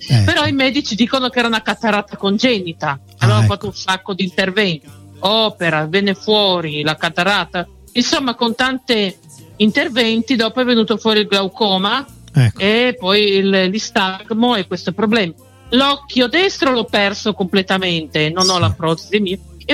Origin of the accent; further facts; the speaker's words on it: Pordenone, Friuli-Venezia Giulia, Italy; perché sono originaria di Pordenone, no?